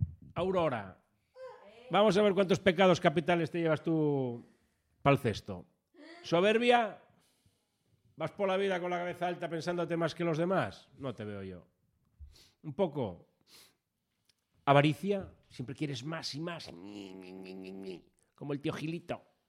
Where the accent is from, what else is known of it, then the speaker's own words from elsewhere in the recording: Asturias, Spain; pues hay que comer, fartucanos, que somos asturianos, hombre.